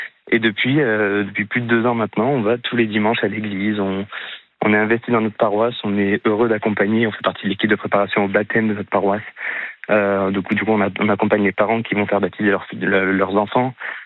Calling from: Bordeaux, Nouvelle-Aquitaine, France; Non, alors je suis de Bordeaux

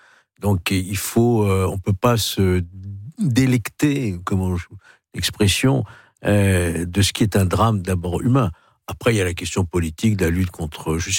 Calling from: France; chez nous en France

